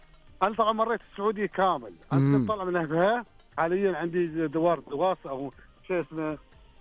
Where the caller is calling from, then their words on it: United Arab Emirates; من الامارات.